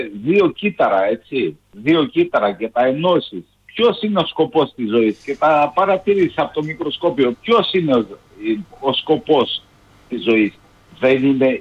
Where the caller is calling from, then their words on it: Kilkis, Central Macedonia, Greece; είμαι από Κιλκής